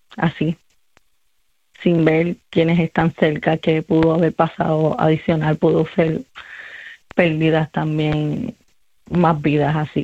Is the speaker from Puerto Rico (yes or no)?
yes; Santa Isabel, Puerto Rico; Aprovecho para hacerme, ¿verdad?, eco de una noticia que dio de mi pueblo de Santa Isabel